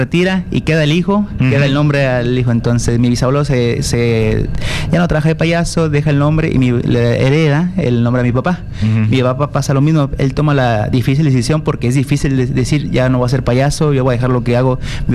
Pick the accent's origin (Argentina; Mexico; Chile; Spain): Chile; es una gran responsabilidad también decir que soy chileno